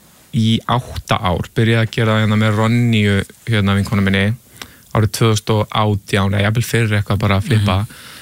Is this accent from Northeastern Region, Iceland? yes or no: no; Reykjavík, Capital Region, Iceland; Ég er úr Vesturbæ, Reykjavíkur.